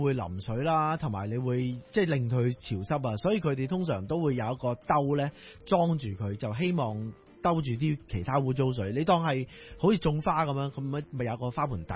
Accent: Guangdong, China; accent: Cantonese; 我哋广东话叫做沤咗出嚟咧

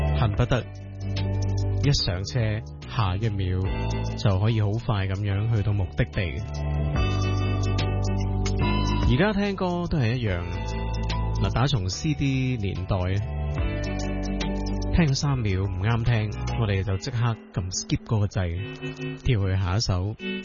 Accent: Hong Kong; 去纪念一下我们香港人的巨星。

